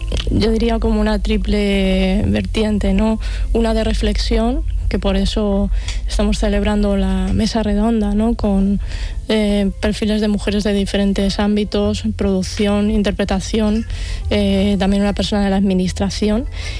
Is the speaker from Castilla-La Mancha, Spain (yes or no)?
yes; Puertollano, Castilla-La Mancha, Spain; yo soy manchega, soy de Puerto Llano, de Ciudad Real.